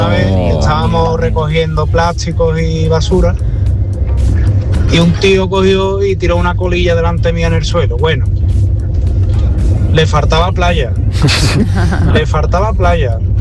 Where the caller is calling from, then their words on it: Seville, Andalusia, Spain; mi mujer y yo somos de Sevilla, pero vamos mucho a Huelva, a Cádiz y tal.